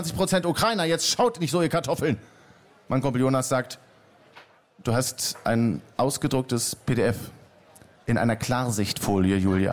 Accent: Berlin, Germany; Ich bin ja Berliner. Ich bin ein türkischer Araberschwabe.

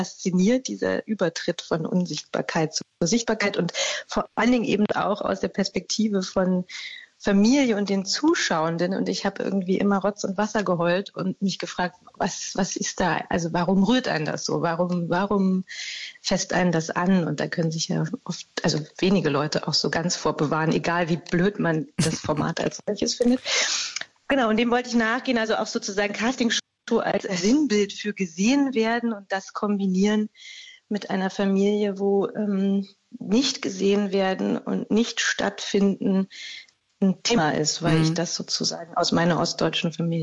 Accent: Berlin, Germany; Ich bin Berlinerin und um mich rum ist die Uckermark und Mecklenburg-Vorpommern und das ist irgendwie alles so flach und quadratisch praktisch gut.

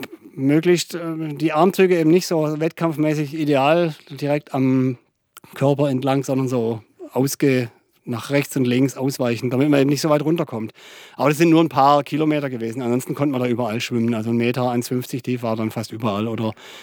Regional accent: Ludwigsburg, Baden-Württemberg, Germany; born there; also born or lived in Hörnum, Sylt; ich bin eben in Ludwigsburg unter anderem aufgewachsen, also in Hörnum auf Sylt und in Ludwigsburg.

